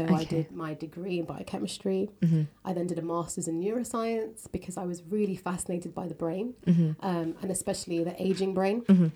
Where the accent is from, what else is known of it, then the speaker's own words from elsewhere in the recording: London, United Kingdom; born there; Mm-hmm. I'm a British-born Tamil person. So my parents came from Sri Lanka, Jaffna, northeast part of Sri Lanka. They came here in the 80s, got married, had us. So I'm we've been in London for about 30 years now.